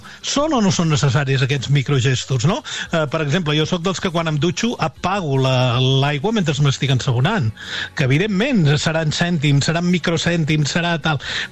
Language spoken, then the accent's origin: Catalan; L'Ametlla del Vallès, Catalonia, Spain; la que baixa cap a Vigues i cap al meu poble, a l'Ametlla